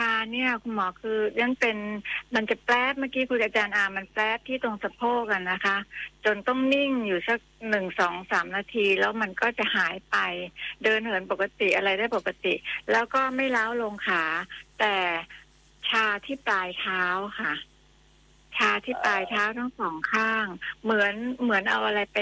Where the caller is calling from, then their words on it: Bangkok, Thailand; กรุงเทพค่ะ